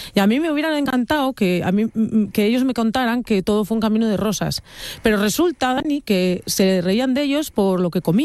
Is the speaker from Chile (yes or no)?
no; Asturias, Spain; Mira, yo soy de familia de familia emigrante, como buena asturiana que soy, pues tenemos familia emigrante y familia emigrante en Bélgica, además, en Bruselas concretamente